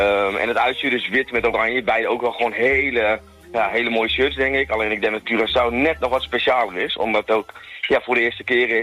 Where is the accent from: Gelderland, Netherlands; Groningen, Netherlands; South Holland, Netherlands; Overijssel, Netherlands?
Groningen, Netherlands; Ik als Groninger.